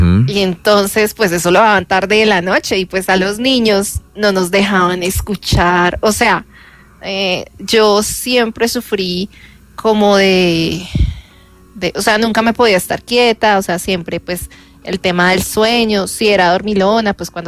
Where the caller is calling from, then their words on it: Bogotá, Bogotá Capital District, Colombia; Acá desde Bogotá